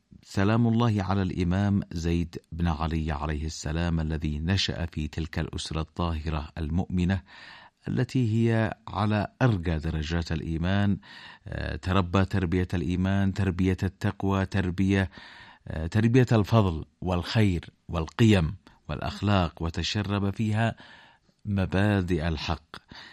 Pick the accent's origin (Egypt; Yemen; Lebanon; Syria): Yemen; نحن كشعب يمني أولا ثم الناس في هذه الأمة.